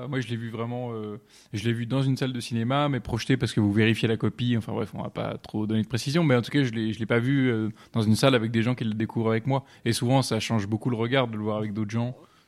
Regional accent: Chambéry, Auvergne-Rhône-Alpes, France; born there; moved away; also born or lived in Lyon / Paris; je suis né à Chambéry.

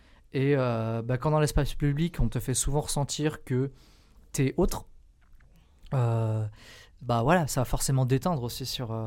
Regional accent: Occitanie, France; moved away as an adult; now in Grenoble, France; Alors moi, je ne suis pas de Grenoble à la base. Moi, je viens du sud de Perpignan. Donc vraiment Pyrénées-Orientales. Tu prends la bagnole en 20 minutes en Espagne. Tu vois, c'est vraiment le sud de ouf. Après j'ai beaucoup bougé pendant et après mes études

